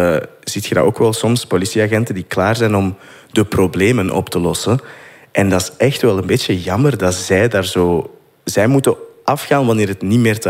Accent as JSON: {"language": "Dutch", "town": "Turnhout", "region": "Flanders", "country": "Belgium", "said": "Ja, ik ben van Turnhout, van Twee het Raad Dubbel Nul. Je kunt hem soms wel horen in mijn ellen en mijn"}